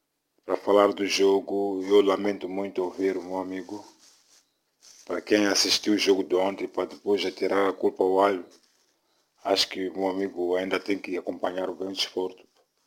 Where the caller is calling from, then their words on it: Maputo, Mozambique; aos meus filhos aqui em Maputo